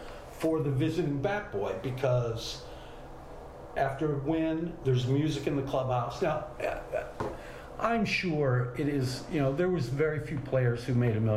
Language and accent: English; San Francisco, California, United States; as someone growing up in San Francisco